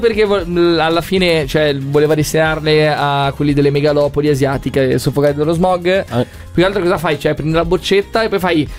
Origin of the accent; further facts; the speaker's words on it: Genoa, Liguria, Italy; Io da genovese